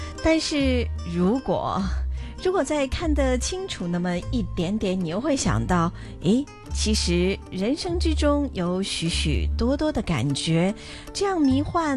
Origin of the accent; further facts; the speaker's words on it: Beijing, China; 和我一样来自北京，